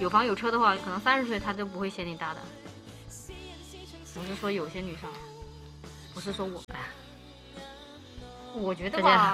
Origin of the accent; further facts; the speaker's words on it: Chongqing, China; accent: Chongqing accent; 我们重庆口音都差不多